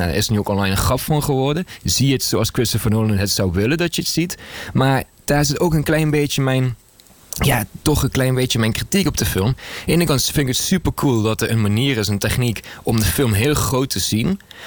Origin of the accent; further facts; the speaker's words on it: Netherlands; als Nederlander